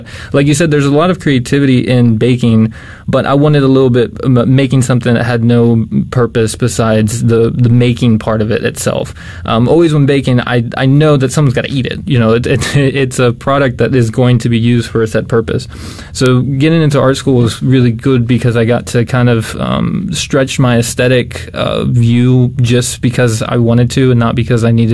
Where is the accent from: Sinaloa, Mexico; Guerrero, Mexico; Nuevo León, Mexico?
Guerrero, Mexico; Ixtapa-Zihuatanejo; now in United States; Correct. I'm from Mexico in a small town called Ixtapas y Huatanejo. It's on the Pacific coast.